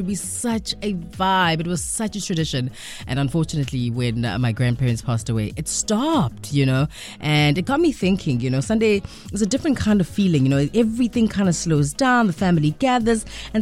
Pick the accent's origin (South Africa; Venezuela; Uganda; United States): South Africa; Durban, KwaZulu-Natal; I grew up in Claremont. I'm from Claremont. Claremont, Scomplas, represent. And I used to live with my grandparents, right?